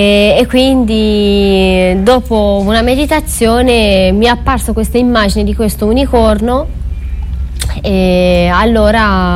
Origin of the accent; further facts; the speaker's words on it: Romania; now in Italy; È dalla parte ovest del mio paese.